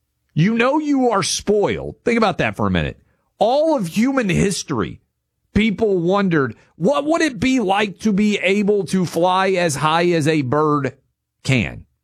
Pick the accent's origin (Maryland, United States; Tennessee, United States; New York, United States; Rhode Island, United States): Tennessee, United States; Shiloh, in my home state of Tennessee.